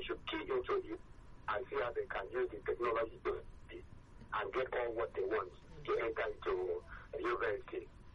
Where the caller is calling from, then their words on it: Nigeria; I'm calling from Bagada.